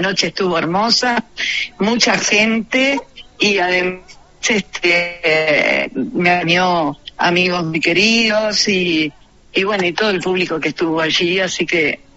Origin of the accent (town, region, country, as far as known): Uruguay